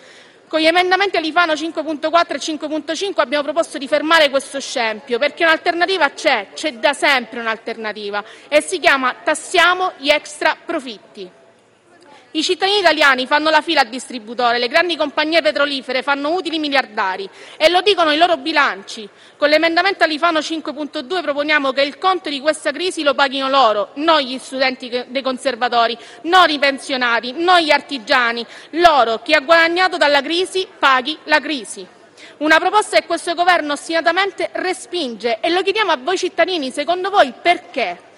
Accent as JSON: {"language": "Italian", "area": "Messina province", "region": "Sicily", "country": "Italy", "said": "una parentesi sulla mia terra. Messina è la provincia di Milazzo, dove sorge una delle più grandi raffinerie d'Europa."}